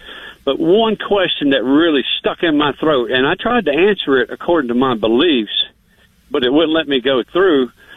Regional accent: the South, United States; I'm from the South. I'd have taken matters in my own hands.

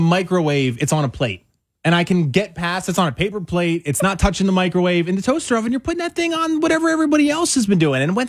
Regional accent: Trenton, New Jersey, United States; I'm from the Trenton area, so I like the thin crust tomato pie.

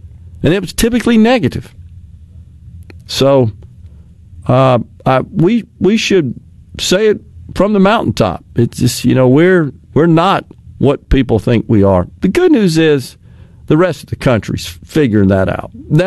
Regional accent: Mississippi, United States; But I got asked questions when they found out I was from Mississippi. Of course, they all want you to talk. Like, you know, they're intrigued by your accent.

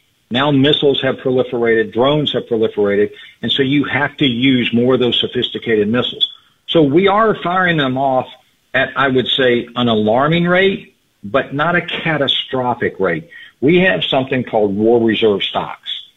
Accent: Alabama, United States; I'm from Alabama, McGraw. We kind of dumbed this down a lit

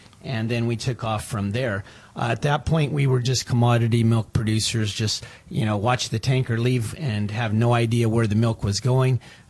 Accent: California, United States; So I grew up on the dairy farm where we produce all of the milk that we use in our products here at Rosa Brothers, and that's where I grew up. Went to local schools there, Delta View School.

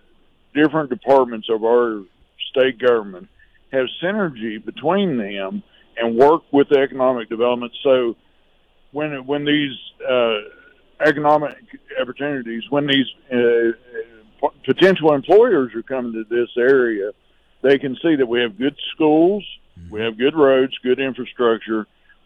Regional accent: West Virginia, United States; I've been blessed. I grew up in Summers County. I had a good education in Hinton High School, you know, and went on and had great opportunities because I had a good foundation.

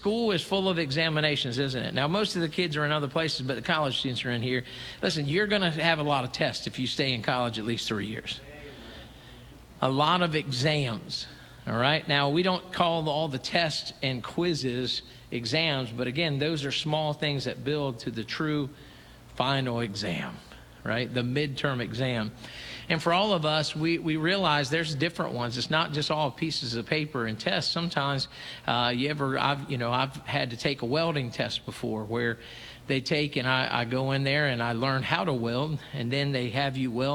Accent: United States; I'm just telling you who I am. I'm an American and I'm free

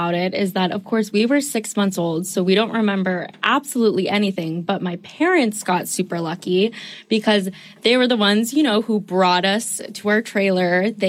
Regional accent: Newport Beach, California, United States; So being quadruplets in California, we were born and raised in Newport Beach

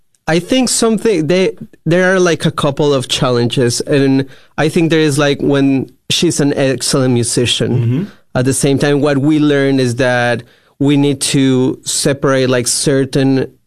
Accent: Colombia; I went into Colombia. Mm-hmm. I grew up in Colombia. And we stayed in Medellin during the pandemic

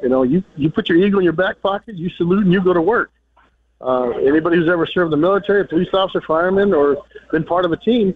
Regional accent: Las Vegas, Nevada, United States; I was born and raised in Vegas. So my relatives all live up north. I was born in the entire state. There's more, no one knows more Nevada than me.

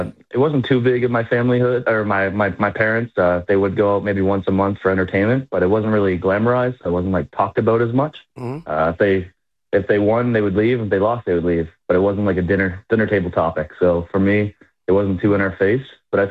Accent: Cole Harbour, Nova Scotia, Canada; hockey was a big influence for me because I grew up in Cole Harbour, Nova Scotia. So hometown of Sidney Crosby, Nathan MacKinnon.

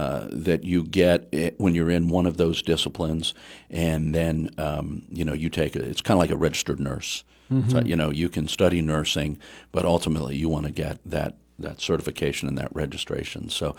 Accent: Wheeling, West Virginia, United States; I grew up in Wheeling.

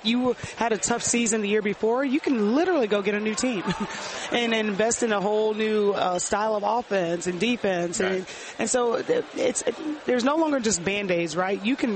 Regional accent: Fort Knox, Kentucky, United States; born there; I shared with you, I was born in Fort Knox. I'm a military brat.

